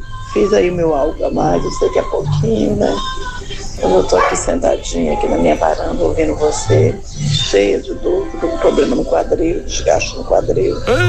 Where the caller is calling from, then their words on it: Rio de Janeiro, Brazil; Eu sou do bairro de Imbarie, da comunidade 22 de abril.